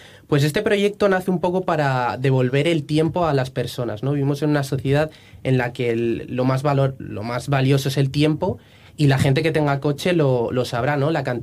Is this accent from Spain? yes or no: yes; Asturias, Spain; moved away as an adult; now in Madrid, Spain; Yo soy asturiano, criado en Asturias hasta los 18 y luego me fui a estudiar a Madrid.